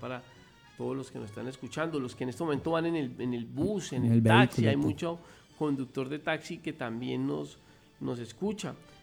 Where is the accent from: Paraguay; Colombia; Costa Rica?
Colombia; Tocaima, Cundinamarca; moved away as an adult; now in Bucaramanga metropolitan area, Santander, Colombia; Yo soy oriundo de Cundinamarca, Tocaima, pero yo siempre digo que uno no es de donde nace, uno es de donde pelea y de donde trabaja, y pues en este momento pues soy aquí santandereano porque llegué fue a trabajar por Santander